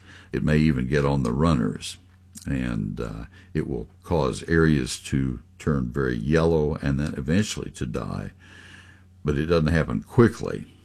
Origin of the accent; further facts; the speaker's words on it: College Station, Texas, United States; also born or lived in Ohio; I grew up in College Station.